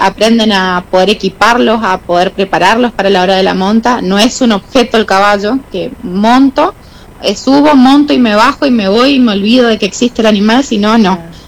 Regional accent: Oberá, Misiones, Argentina; born there; moved away; y hace un tiempito decidimos mudarnos a Oberá. Yo nací acá en Oberá. Uh-huh. Así que bueno, después de no haber estado por casi 20 años, volvimos

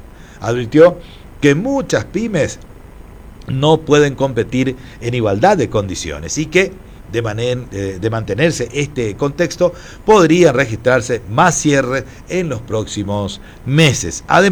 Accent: Argentina

